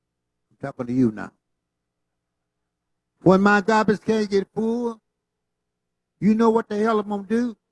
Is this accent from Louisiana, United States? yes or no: yes; Homer, Louisiana, United States; moved away; also born or lived in Pine Bluff, Arkansas; I was born in a little place called Homer Haines, Louisiana. I left my hometown in 1947. Went to Pine Bluff, Arkansas with my father, who was a preacher and a pastor of a church.